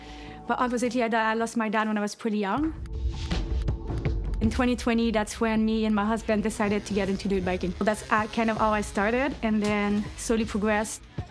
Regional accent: Quebec, Canada; I'm from Quebec.

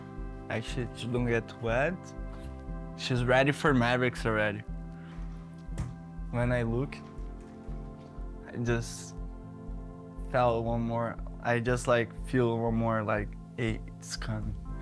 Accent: Brazil; moved away as an adult; now in California, United States; I'm from Brazil, 28 years old

